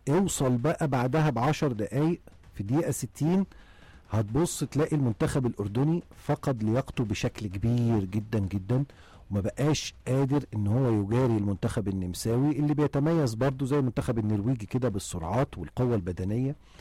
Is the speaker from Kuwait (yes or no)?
no; Egypt; احنا كمصريين